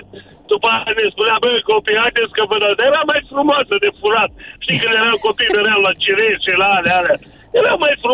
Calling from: Baia Mare, Maramureș County, Romania; de la Baia Mare.

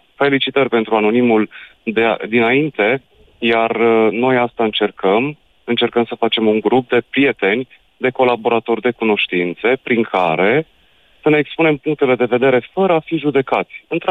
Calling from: Sibiu, Sibiu County, Romania; Eu sunt un antreprenor din Sibiu, din 2007 am firma

